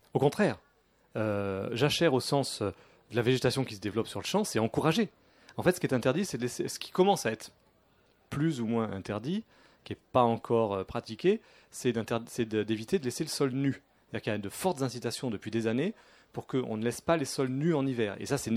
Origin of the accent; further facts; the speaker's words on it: Brittany, France; Ça peut être aussi, par exemple, chez moi en Bretagne, les éleveurs laitiers qui sont dans un système dit intensif.